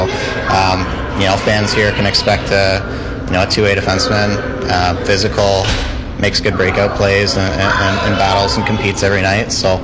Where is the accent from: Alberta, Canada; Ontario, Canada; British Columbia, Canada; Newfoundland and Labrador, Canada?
Ontario, Canada; Simcoe; Yeah, well, I grew up in Simcoe, so that's like a small town, 30 minutes south of Brantford.